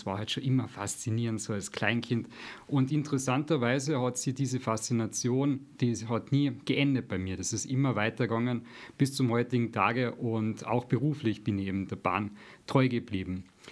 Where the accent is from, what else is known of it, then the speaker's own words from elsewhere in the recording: Mittersill, Salzburg, Austria; moved away as an adult; now in Graz, Austria; Also ich bin eigentlich gebürtiger Pinzgauer. Ich bin in Mittersil geboren, 1990, bin auch dort aufgewachsen. Seit meinem 18. Lebensjahr bin ich mittlerweile in Graz, deswegen ist mein Dialekt nicht mehr so vorhanden, wie er mal früher da war.